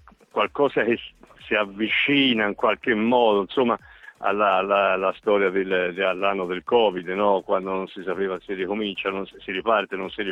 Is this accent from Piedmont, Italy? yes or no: yes; Piedmont, Italy; che ne so, Pinerolo Chivasso, per dirlo da piemontese